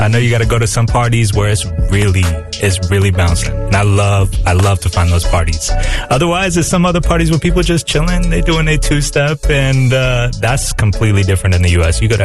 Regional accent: Puerto Rico; moved away; also born or lived in Washington, D.C.; I moved here from Washington, D.C., but I am Puerto Rican.

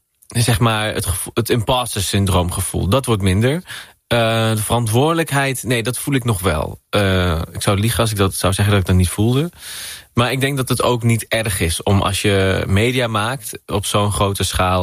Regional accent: Netherlands; Toen denk ik, ja, maar ik ben ook Marokkaans. Ja. En ik ben Nederlander en ik ben het allebei.

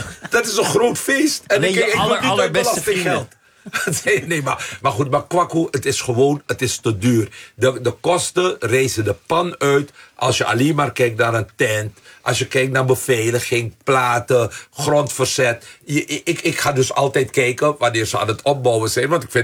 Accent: Amsterdam, North Holland, Netherlands; Ik ben Amsterdammer, ik ben ontzettend blij met Femke Halsma als burgemeester.

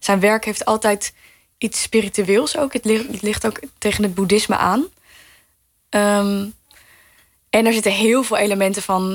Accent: Arnhem, Gelderland, Netherlands

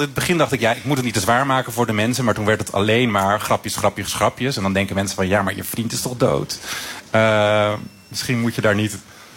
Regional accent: Friesland, Netherlands; ik kom uit Friesland. Tim uit Zwolle. En ik woonde toen in Groningen.

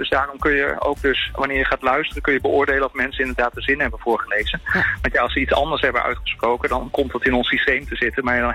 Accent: Drenthe, Netherlands; Ik ben opgegroeid in Drenthe. En ik kom uit de jaren 80.

